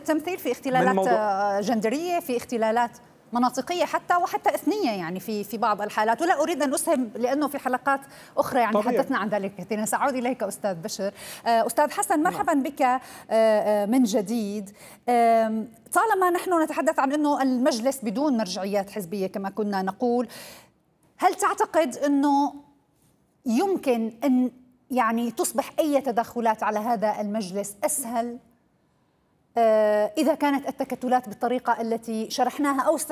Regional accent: Syria; أنا اليوم كسورية

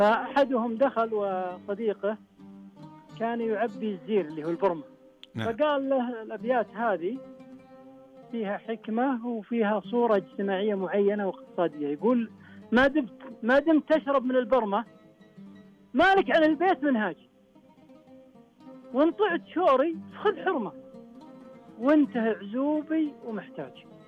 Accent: Saudi Arabia; رحمة لنا جميعا كسعوديين.

